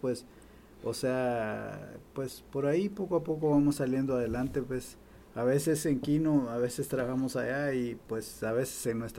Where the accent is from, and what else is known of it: Guatemala; moved away